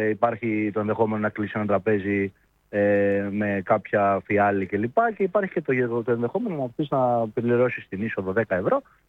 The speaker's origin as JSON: {"language": "Greek", "town": "Pythagoreio", "region": "North Aegean", "country": "Greece"}